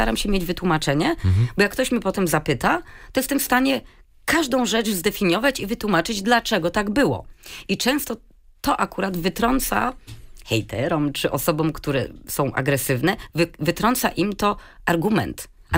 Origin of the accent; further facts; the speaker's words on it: Poznań, Greater Poland Voivodeship, Poland; now in Berlin, Germany; pochodzę z Poznania, u nas w Poznaniu